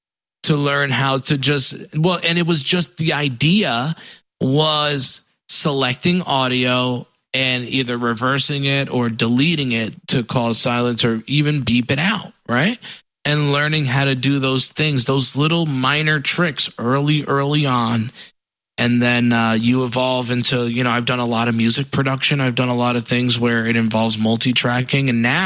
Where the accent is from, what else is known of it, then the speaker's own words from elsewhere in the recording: Paterson, New Jersey, United States; Yeah, since I was 5, I grew up in New Jersey, in Paterson, New Jersey. It was a decent-sized city, full of a lot of culture.